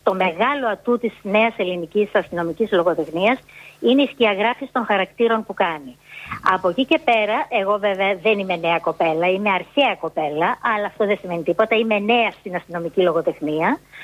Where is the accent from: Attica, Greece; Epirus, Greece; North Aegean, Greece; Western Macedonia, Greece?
Attica, Greece; Piraeus; born there; Έχω γεννηθεί στην Καστέλα. Το σπίτι μου έβλεπε Σαρωνικό.